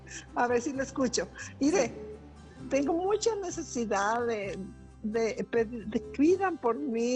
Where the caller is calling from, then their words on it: Compostela, Nayarit, Mexico; Yo soy de Compostela